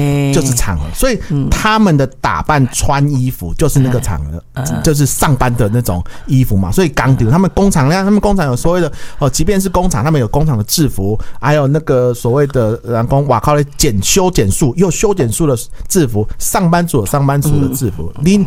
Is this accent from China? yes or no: no; Taiwan